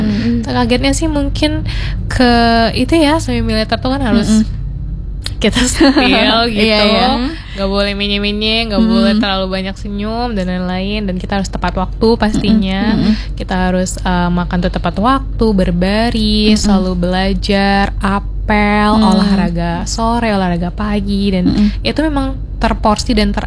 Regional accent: Medan, North Sumatra, Indonesia; now in Surabaya, Indonesia; Iya, jadi aku tuh asal dari Medan, Sumatera Utara.

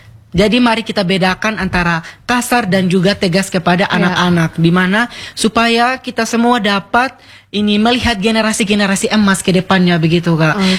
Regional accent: East Nusa Tenggara, Indonesia; apalagi kalau zaman-zaman tanam padi kita orang Sumba itu terkadang orang tua bilang begini di anak-anak.

